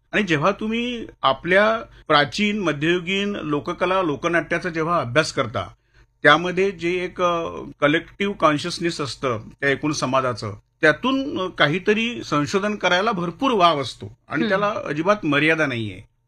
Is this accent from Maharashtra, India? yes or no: yes; Gadchiroli, Maharashtra, India; तर ते झालं असं की मी मूळचा गडचिरोलीचा, तिथं आदिवासी बहुल असा तो आमचा प्रांत आहे.